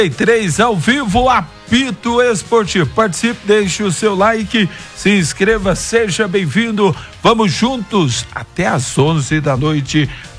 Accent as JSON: {"language": "Portuguese", "town": "Morrinhos", "region": "Goiás", "country": "Brazil", "tie": "born or raised there", "moved": "yes", "said": "minha terra natal"}